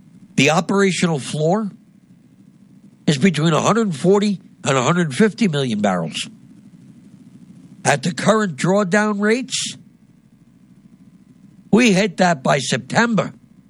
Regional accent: New Jersey, United States; my home state of New Jersey.

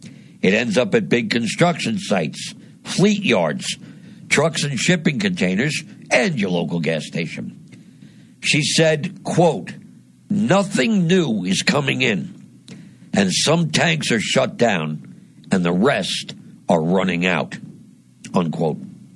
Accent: New Jersey, United States; born there; my home state of New Jersey

